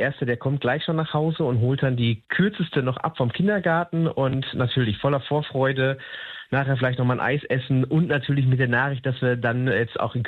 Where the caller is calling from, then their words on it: Haltern am See, North Rhine-Westphalia, Germany; Ja, wir kommen aus Haltern